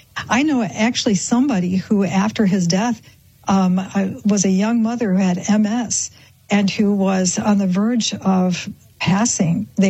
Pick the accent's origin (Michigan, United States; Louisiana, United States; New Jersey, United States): Michigan, United States; Grand Rapids; because I grew up in Grand Rapids, Michigan, and around that area